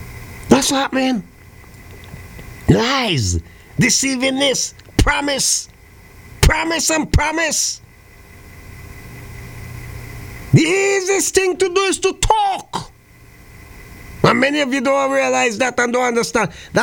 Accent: St. Vincent & Grenadines; moved away; my hometown? St. Vincent of the Grenadines?

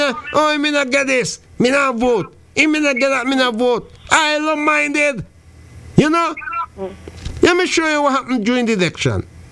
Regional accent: St. Vincent & Grenadines; now in Antigua and Barbuda; What are you in my hometown, St. Vincent?

